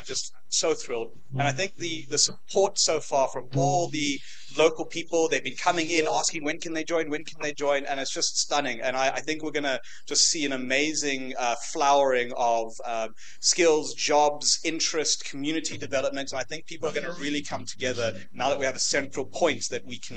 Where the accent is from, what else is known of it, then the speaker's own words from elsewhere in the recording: Oudtshoorn, Western Cape, South Africa; And I'm from Oudtshoorn originally, even though my accent might not say it.